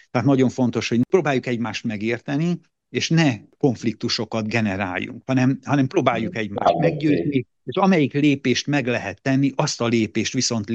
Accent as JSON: {"language": "Hungarian", "country": "Hungary", "said": "mi mint közösség, mi mint magyar nemzet, magyar állampolgárok"}